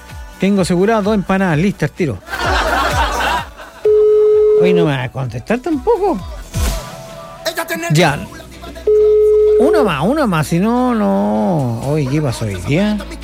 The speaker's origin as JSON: {"language": "Spanish", "town": "Padre Las Casas", "region": "Araucanía", "country": "Chile", "tie": "born or raised there", "said": "Padre de las Casas, yo vengo allá, Padre de las Casas, pues. De allá soy oriundo."}